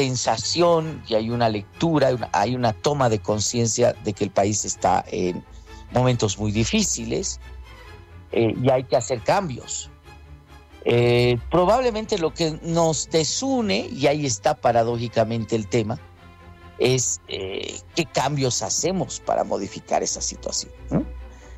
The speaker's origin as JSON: {"language": "Spanish", "country": "Bolivia"}